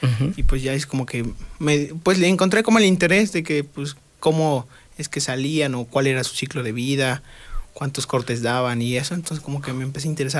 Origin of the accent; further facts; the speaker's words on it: Atlixco, Puebla, Mexico; De la región de Atlixco.